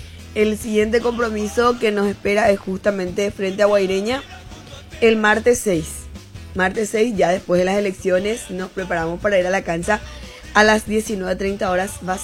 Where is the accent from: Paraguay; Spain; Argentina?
Paraguay; Yo soy paraguaya.